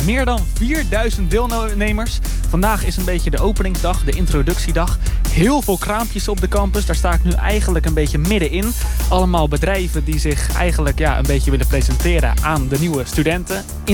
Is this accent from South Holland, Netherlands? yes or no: yes; Rotterdam, South Holland, Netherlands; Ik kom uit Rotterdam, ik ben er geboren, ik ben er getogen, ik leef er nog steeds. Ik studeer er helaas niet. Ik studeer in Utrecht